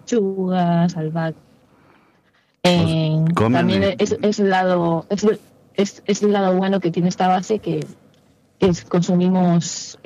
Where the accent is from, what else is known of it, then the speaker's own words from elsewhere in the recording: Galicia, Spain; accent: Spanish; Yo soy gallega en concreto y bueno, sí he perdido sí se siente mi acento español, pero mi tonada gallega la he perdido.